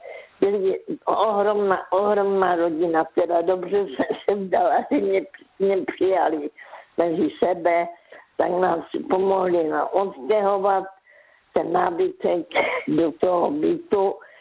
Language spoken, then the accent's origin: Czech; Karolinka, Zlín Region, Czechia; now in Zlín, Czechia; já pocházím z Karolínky, tak tam jsem pracovala v kartonáži ve sklárně